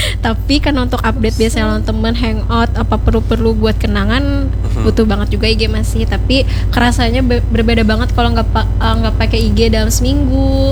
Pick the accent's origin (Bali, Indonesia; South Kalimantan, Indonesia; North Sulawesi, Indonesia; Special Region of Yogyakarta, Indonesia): South Kalimantan, Indonesia; Banjarmasin; Aku dari Banjarmasin.